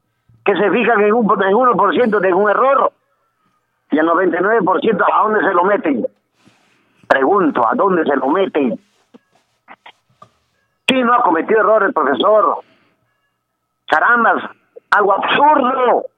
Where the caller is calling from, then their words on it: Peru; somos los peruanos